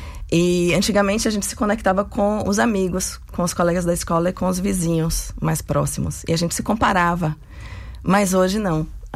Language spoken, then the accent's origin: Portuguese; Northeast Region, Brazil; enquanto nordestina mesmo, né? Uma mulher mestiça, sapatão, mãe, tenho filho de 19 anos, psicoterapeuta